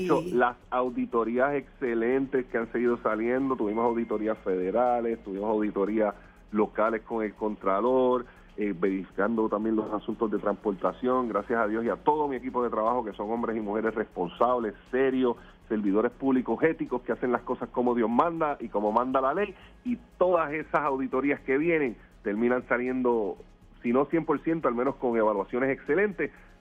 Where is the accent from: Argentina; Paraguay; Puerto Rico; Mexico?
Puerto Rico; Fajardo; alguna gente de Fajardo cogió ese día, es que de Fajardo habíamos mucho